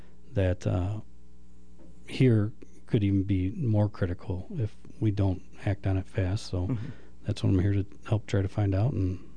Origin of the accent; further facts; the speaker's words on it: Morris, Illinois, United States; moved away as an adult; also born or lived in Minooka, Illinois; now in Chino Valley, United States; Was born and raised in Morris, Illinois, about an hour south of Chicago.